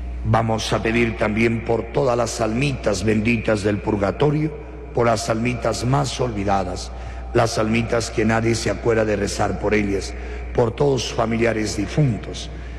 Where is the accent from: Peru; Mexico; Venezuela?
Peru; para que nos veamos como peruanos, como hermanos, como cristianos.